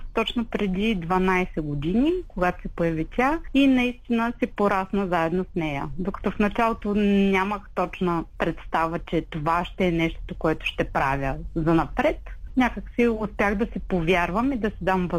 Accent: Dobrich, Dobrich Province, Bulgaria; реално съм родом от Добрич, когато дойде времето за гимназия, ми се струваше непосилно да живея толкова далеко от родителите си.

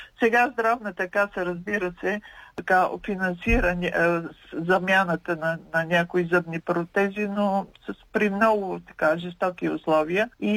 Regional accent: Pleven, Pleven Province, Bulgaria; Аз съм от Плевен, обичам много Благоевград

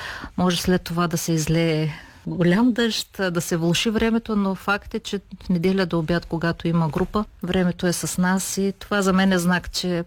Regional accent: Shumen, Shumen Province, Bulgaria; аз съм родена в Шумен, израснала съм тук.

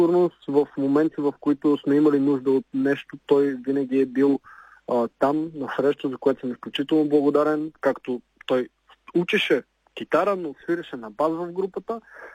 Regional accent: Sofia, Sofia City, Bulgaria; съм от София.

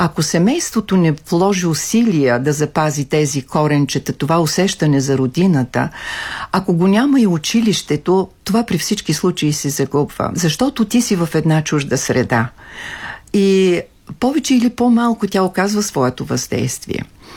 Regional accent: Ruse, Ruse Province, Bulgaria; аз съм от Русе и от 2 или 3 дни съм тук в София.

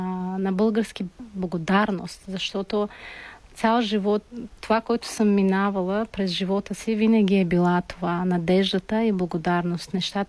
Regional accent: Tajikistan; first language Tajik; Bulgarian is a second language; moved away as an adult; now in Bulgaria; Нашия език няма нищо общо с руски език. Таджикски език е персийски език и корените абсолютно са различни. Но пак, понеже Таджикистан е една от бившите съветски държави, ние руски знаем като втори език.

